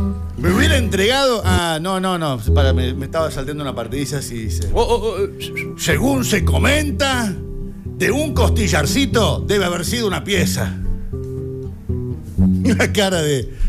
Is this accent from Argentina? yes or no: yes; Córdoba, Argentina; accent: Cordoban; de locutor te van dando herramientas y vas eliminando un poco la tonada. Ya. A donde voy me dicen, sos cordobés, o sea, sí, imagínate.